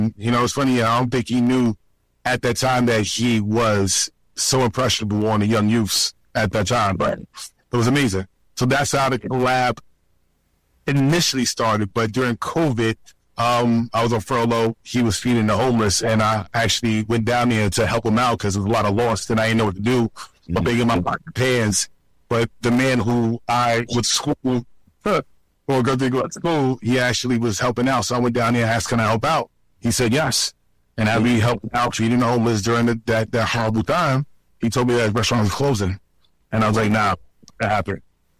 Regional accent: New York City, New York, United States; Well, growing up in Harlem on Bradhurst, literally behind my block was Charles Pan Fried Chicken.

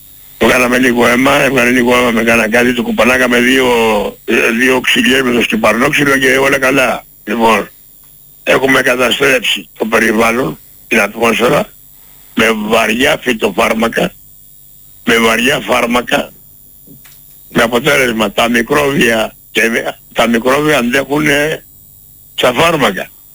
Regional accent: Corfu, Ionian Islands, Greece; Εγώ είμαι γέννημα Θερμακυρέως, πονάω τον τόπο.

